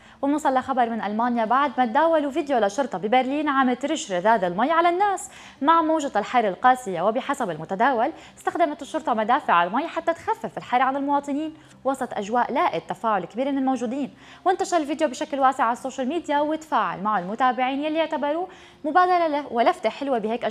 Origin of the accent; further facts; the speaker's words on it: Syria; عندنا بسوريا